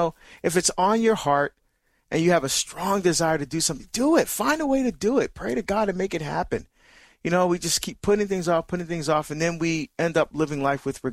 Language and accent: English; Barbados; moved away; We're going to Barbados this weekend, which is my home country.